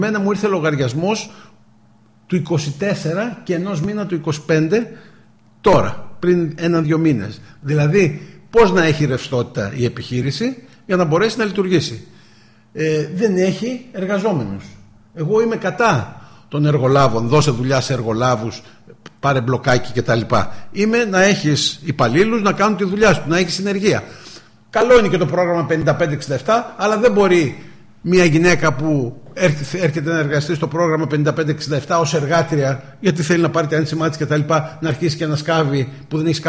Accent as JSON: {"language": "Greek", "town": "Thebes", "region": "Central Greece", "country": "Greece", "said": "Αγαπάμε τη Θήβα μας"}